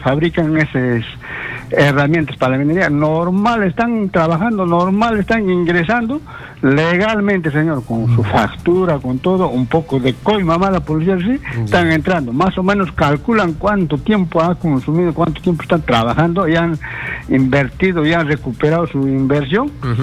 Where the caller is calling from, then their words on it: Puerto Maldonado, Madre de Dios, Peru; te llamo de Puerto Maldonado.